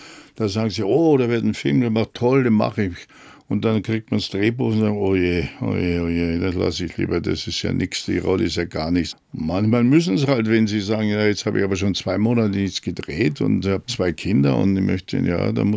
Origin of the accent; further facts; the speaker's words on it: Germany; Und wenn ich als Deutscher mit diesem Akzent da komme, dann was soll man da machen?